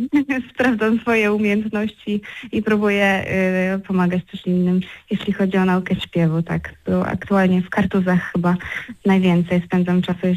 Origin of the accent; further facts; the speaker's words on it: Brusy, Pomeranian Voivodeship, Poland; w moich rodzinnych stronach, w Brusach